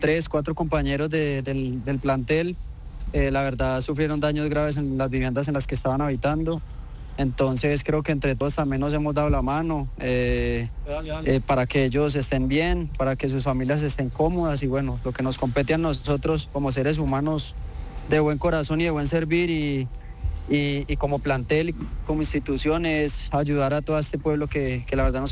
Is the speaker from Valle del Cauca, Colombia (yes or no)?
yes; Cali, Valle del Cauca, Colombia; born there; now in Manizales, Colombia; Cali, que es mi ciudad natal y de donde yo soy, y pues Manizales, que ha sido una ciudad que me ha recibido siempre con los brazos abiertos